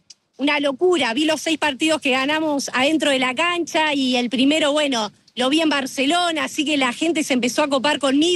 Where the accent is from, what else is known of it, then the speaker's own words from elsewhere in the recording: Laboulaye, Córdoba, Argentina; born there; moved away; also born or lived in Río Negro / Carmen de Patagones; yo nací en La Boulaye